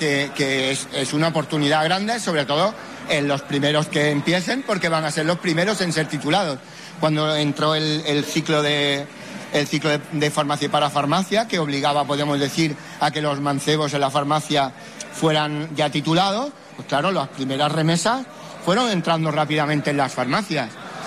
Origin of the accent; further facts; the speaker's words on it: Ceuta, Spain; yo que soy de los que soy de la Almina y llevo mi camiseta de donde sea